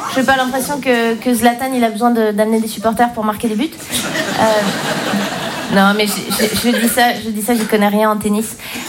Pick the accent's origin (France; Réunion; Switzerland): Switzerland; Moi je suis Suisse.